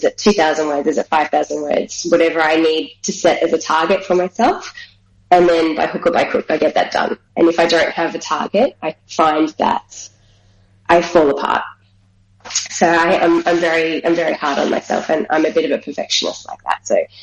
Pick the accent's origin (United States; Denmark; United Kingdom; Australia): Australia; Melbourne, Victoria; So I was born here in Melbourne. My parents were born in northeastern Victoria in a rural country town called Myrtleford to Italian migrant parents. So I'm technically second generation Australian.